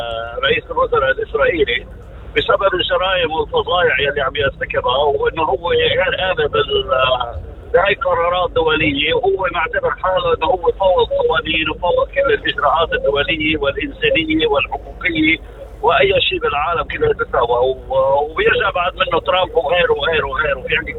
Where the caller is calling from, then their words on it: Lebanon